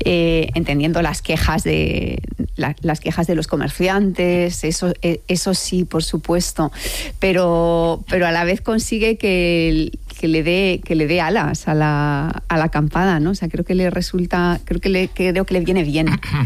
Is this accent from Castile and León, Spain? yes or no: no; Albacete, Castilla-La Mancha, Spain; yo soy de Albacete